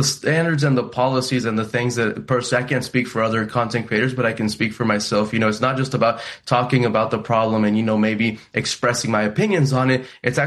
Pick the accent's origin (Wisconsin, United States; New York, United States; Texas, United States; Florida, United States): Texas, United States; College Station; I grew up in College Station, Texas, a very unique place because, you know, you have Texas A&M University. It's very globalized. There's a lot of different components. College Station is a pretty conservative place.